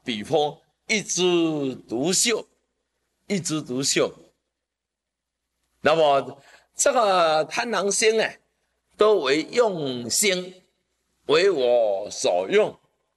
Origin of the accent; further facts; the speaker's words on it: Taiwan; 他们不认识啊，我们台湾人不认识